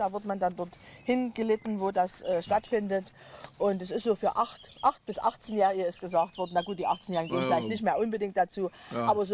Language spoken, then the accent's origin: German; Saxony, Germany; born there; ich bin ja auch Sächsin von Geburt und Gemüt.